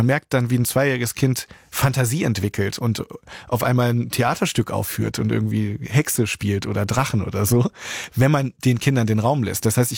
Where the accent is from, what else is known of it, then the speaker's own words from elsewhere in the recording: Hamburg, Germany; Und in meiner Heimatstadt in Hamburg.